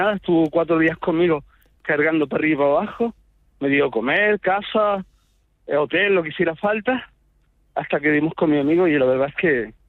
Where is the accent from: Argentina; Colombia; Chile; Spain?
Chile; now in Belgium; Sí, bueno, yo soy chileno. Llegué aquí hace 34 años